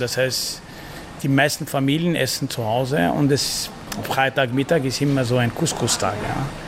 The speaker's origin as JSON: {"language": "German", "town": "Fez", "region": "Fès-Meknès", "country": "Morocco", "tie": "born or raised there", "moved": "yes", "lives_now": "Vienna, Austria", "said": "Ich komme aus Fez. Im Sommer ist es sehr heiß, nur halt die Hitze dort ist anders als hier, sie ist sehr trocken. 35 Grad in Wien ist wie 45 Grad in Fez."}